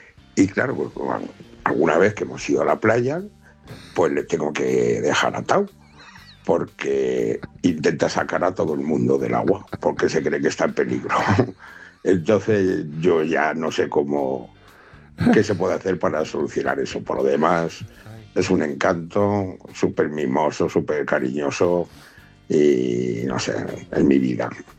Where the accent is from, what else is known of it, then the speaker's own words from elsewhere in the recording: Segovia, Castile and León, Spain; soy de Segovia.